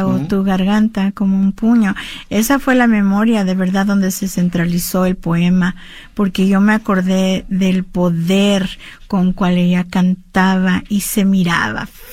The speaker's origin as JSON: {"language": "Spanish", "region": "California", "country": "United States", "said": "Muy diferente a esa identidad que tenemos nosotras como chicanas aquí en California, pero para mí es una hermana tejana. Los tejanos son mis hermanos porque somos nacidos aquí."}